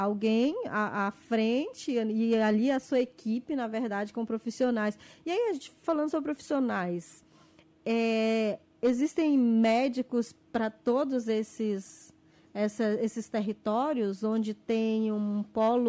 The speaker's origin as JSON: {"language": "Portuguese", "town": "Amaturá", "region": "Amazonas", "country": "Brazil", "said": "que eu sou lá de Amaturá."}